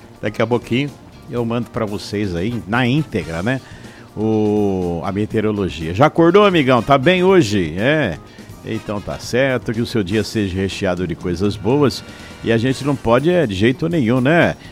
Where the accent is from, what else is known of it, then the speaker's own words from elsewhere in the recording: Brazil; como bom brasileiro, a vida não espera, né?